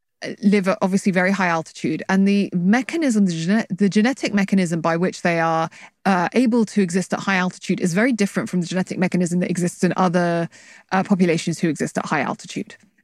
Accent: United Kingdom

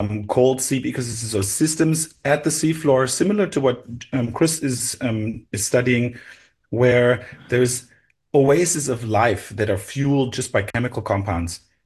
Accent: Germany; born or raised there; moved away

